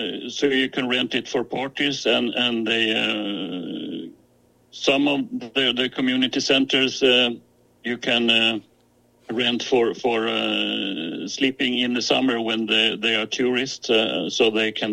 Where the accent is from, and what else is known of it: Gotland, Sweden; English is a second language